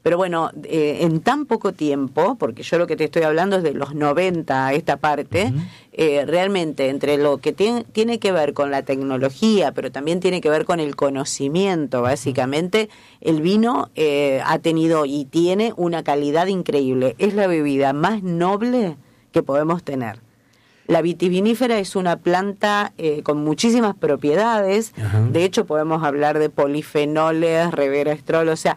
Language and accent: Spanish; Argentina; now in Funes, Argentina; Nosotros recordamos como argentinos una mesa en los 70, en los 80